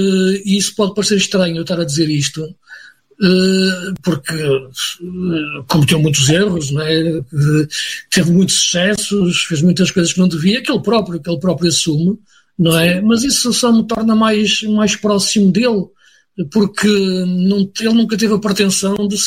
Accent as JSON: {"language": "Portuguese", "region": "Porto", "country": "Portugal", "tie": "born or raised there", "also_born_or_lived": "Braga", "said": "Eu sou aqui da região do Porto, não é?"}